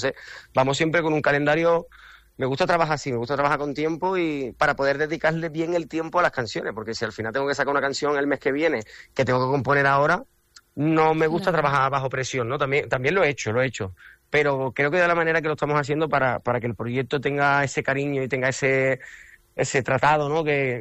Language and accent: Spanish; Cádiz, Andalusia, Spain; yo soy de Cádiz, imagínate, el humor de nosotros y ese sarcasmo, ese punto, como tú dices, ¿no?, de improvisar, siempre lo tenemos dentro.